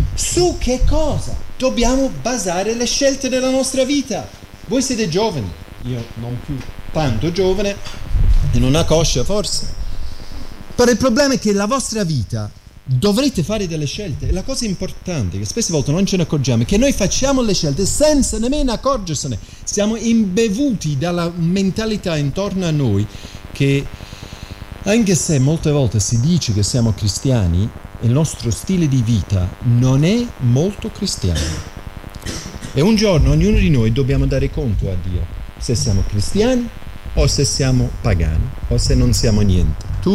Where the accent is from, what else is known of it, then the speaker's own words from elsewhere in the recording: Scotland, United Kingdom; Italian is a second language; moved away as an adult; now in Italy; io sono scozzese